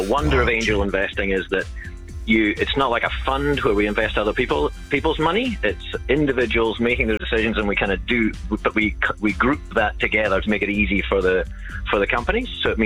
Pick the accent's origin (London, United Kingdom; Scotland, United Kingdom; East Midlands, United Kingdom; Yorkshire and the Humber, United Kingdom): Scotland, United Kingdom; Keith; moved away as an adult; also born or lived in Inverness / Aberdeen / Edinburgh; now in Wellington, New Zealand; yeah, I am Scottish. I've been in Wellington. Wellington here in Wellington in New Zealand has been home for 23 years. But I'm originally born in Inverness, brought up in a small town called Keith